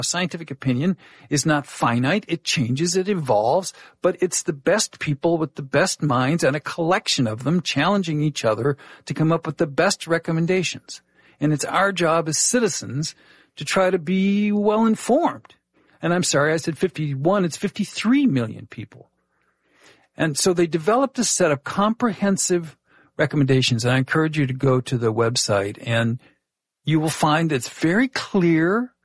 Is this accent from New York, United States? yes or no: no; California, United States; And I found myself jealous of my home state of California.